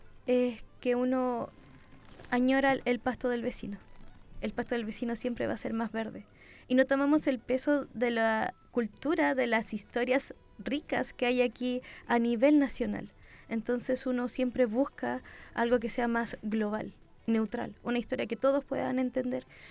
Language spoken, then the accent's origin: Spanish; Chile; uno les gusta porque se siente identificado como chileno.